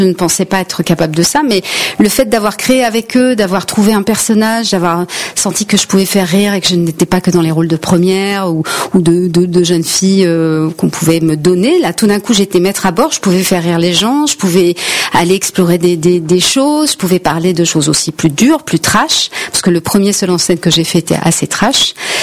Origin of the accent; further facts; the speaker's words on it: Limoges, Nouvelle-Aquitaine, France; now in Paris, France; Je viens de Limoges. Je suis arrivée à Paris très jeune pour être comédienne.